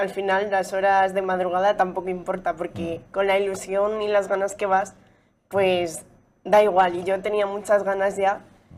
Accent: Venezuela; moved away; Yo por lo menos soy de Venezuela, me llevé mi bandera de mi país

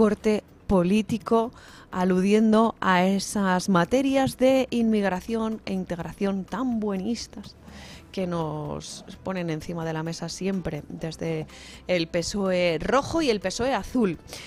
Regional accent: Spain

